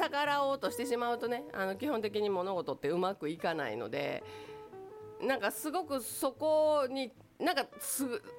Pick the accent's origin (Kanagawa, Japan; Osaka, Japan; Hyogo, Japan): Osaka, Japan; Takatsuki; 私高槻出身でしてね、